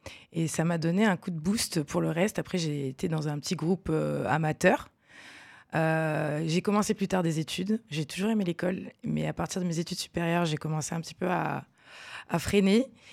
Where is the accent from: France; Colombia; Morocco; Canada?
France; Valence, Auvergne-Rhône-Alpes; moved away as an adult; also born or lived in Seville; J'ai perdu mon emploi là-bas en Espagne. Donc du coup, je suis revenue dans ma ville natale.